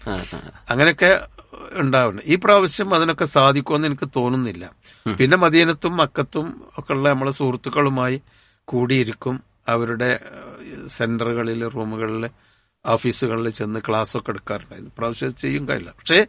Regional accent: Kerala, India

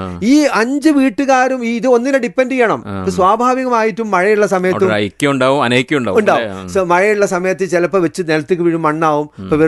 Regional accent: Thechi, Kerala, India; സത്യത്തിൽ ഞാൻ ജനിച്ചു വളർന്നപ്പോഴേ ഈ കിനാലൂർ എസ്റ്റേറ്റ് എന്ന് പറഞ്ഞ ഈ തൊഴിലാളികൾ താമസിക്കുന്ന ഇടത്ത് തെച്ചി എന്നൊരു കൊച്ചു ഗ്രാമത്തില് അവിടെ സ്ട്രീറ്റ് ലൈറ്റ് ഇല്ല, സ്കൂളുകളില്ല, ഒന്നുമില്ല.

